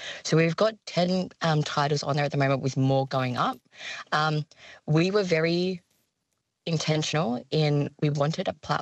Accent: New South Wales, Australia; I'm a Bundjalung woman. I grew up on Far North New South Wales, and the only books that I had in my school library were How the Birds Got Their Colours, How the Echidna Got Their Spikes.

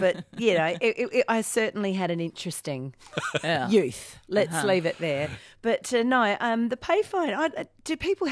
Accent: Brighton, South East England, United Kingdom; You know, I grew up in Brighton on Brighton Road or whatever.

